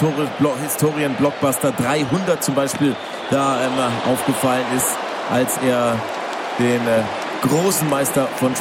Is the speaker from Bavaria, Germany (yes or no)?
yes; Bavaria, Germany; als Bayer komme ich natürlich aus einem Bundesland, wo ich nur mit den Bergen verheiratet bin.